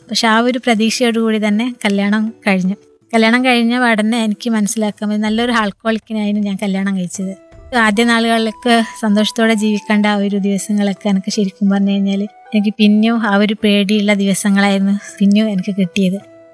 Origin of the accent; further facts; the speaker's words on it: Karnataka, India; now in Kerala, India; ഞാൻ ജനിച്ച് വളർന്നത് കർണാടകയിലാണ്. അപ്പോൾ അവിടെ ഇങ്ങനെ പ്രശ്നങ്ങളുള്ളത് കൊണ്ട് തന്നെ എൻ്റെ അമ്മേൻ്റെ ഫാമിലീസൊക്കെ ഇവിടെ കേരളത്തിലാണ്.